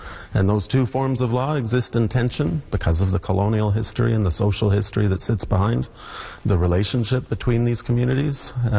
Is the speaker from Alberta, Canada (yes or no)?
no; west coast of Vancouver Island, British Columbia, Canada; I'm from the Toquat tribe. They're one of the Nechanoth First Nations. They're located on the west coast of Vancouver Island, very close to Euculet, between Euculet and Port Alberni in the Barkley Sound.